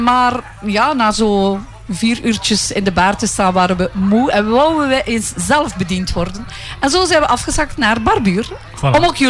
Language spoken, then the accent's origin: Dutch; Wingene, Flanders, Belgium; Ik ben geboren in Wingenen. Ik ben daar naar school geweest. Ik heb zelf gewerkt in Wingenen.